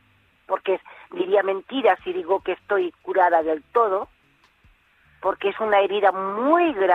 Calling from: Vilafranca del Penedès, Catalonia, Spain; Yo me fui a la Cruz Roja de Villafranca, de mi pueblo

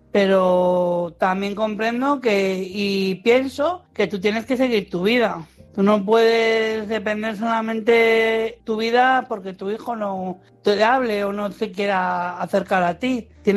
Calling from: Madrid, Community of Madrid, Spain; de Madrid.

